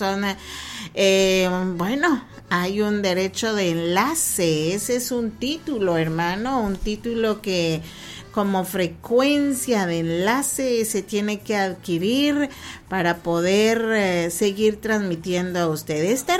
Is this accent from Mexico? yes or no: no; Guatemala